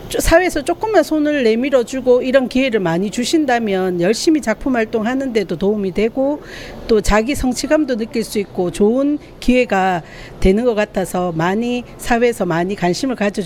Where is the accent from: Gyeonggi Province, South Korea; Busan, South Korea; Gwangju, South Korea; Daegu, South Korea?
Daegu, South Korea; 저는 대구에서 온